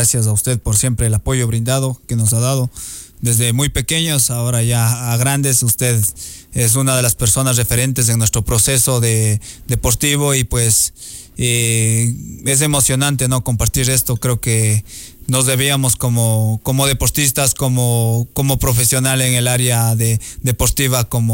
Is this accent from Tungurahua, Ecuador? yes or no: yes; Baños de Agua Santa, Tungurahua, Ecuador; soy de Baños de Agua Santa para el mundo, eso no lo tengan duda, que donde quiera que voy lo digo, soy de Baños, y me gusta ser un embajador de mi ciudad